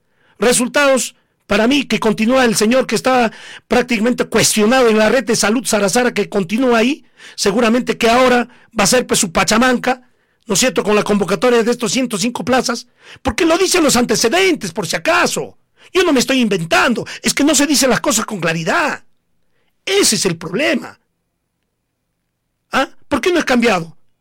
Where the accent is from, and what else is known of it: Coracora, Ayacucho, Peru